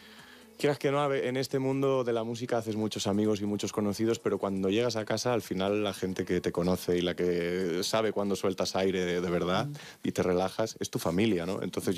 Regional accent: Tui, Galicia, Spain; en Tui, en mi tierra, justo en Galicia

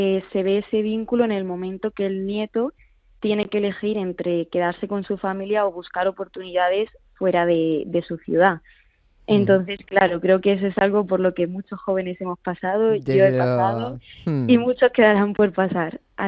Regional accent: Torrevieja, Valencian Community, Spain; soy de Torrevieja y poder rodar en un escenario como las Salinas de Torrevieja y encima con esa cosa tan especial que es mi pueblo

